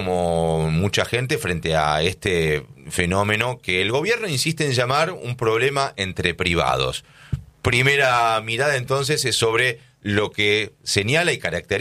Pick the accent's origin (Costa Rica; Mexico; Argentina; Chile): Argentina